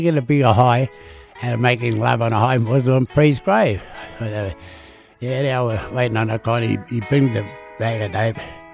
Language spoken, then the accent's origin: English; Australia; one of them asked me, where are you from? I said, "Australia."